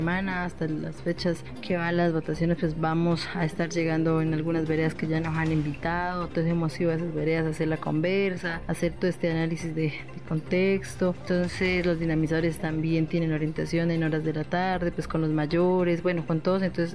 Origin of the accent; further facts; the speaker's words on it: Colombia; Nosotros por derecho lo merecemos por ser colombianos, somos pueblos indígenas, pero somos colombianos y tenemos los mismos derechos que cualquier otros colombianos.